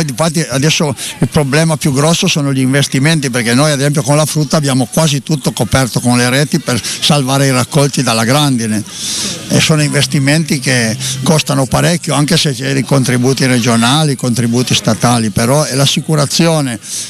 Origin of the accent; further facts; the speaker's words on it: Staffarda, Piedmont, Italy; born there; now in Saluzzo, Italy; io sono nato a Staffarda, un'abbazia proprio davanti alla chiesa, poi mi sono trasferito a Saluzzo